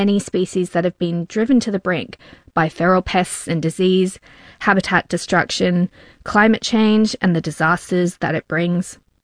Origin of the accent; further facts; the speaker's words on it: Australia; Every time I go back to my hometown, there are new chunks of vital gum tree habitat missing. Even the property where I grew up has been cleared.